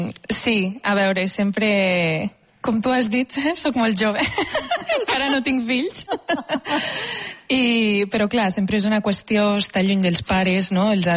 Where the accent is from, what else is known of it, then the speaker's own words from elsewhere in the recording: Catalonia, Spain; moved away; no he tornat a viure a Catalunya.